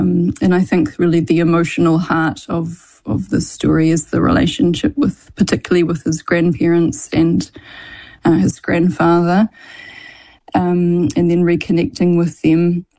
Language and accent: English; New Zealand; as Pākehā New Zealanders